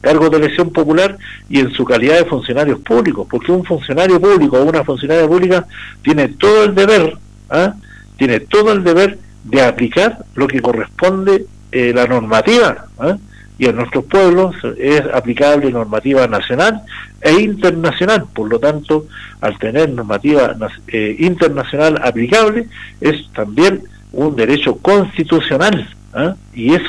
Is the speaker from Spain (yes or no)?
no; Arica, Arica y Parinacota, Chile; somos ariqueños, amamos Arica, ¿no es cierto? … pero claro, hoy día ser ariqueño es, también es ser pacha, también es ser de los Andes.